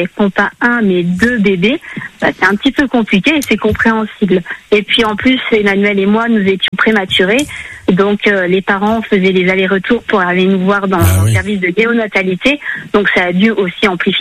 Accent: Nouvelle-Aquitaine, France; now in Lorraine, France; Notre sœur aînée habite dans l'ouest de la France, où nous sommes originaires de Charente-Maritime

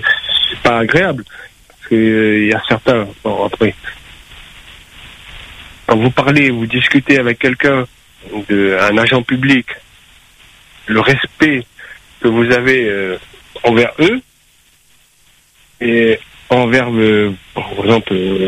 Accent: Réunion, France; moved away as an adult; Moi, je me rappelle, quand je suis parti de La Réunion, j'ai fait mon contingent 88-89.

